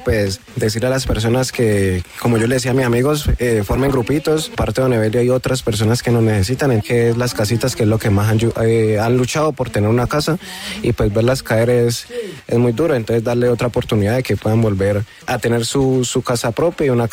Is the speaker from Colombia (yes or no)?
yes; Dagua, Valle del Cauca, Colombia; yo soy dagüeño a morir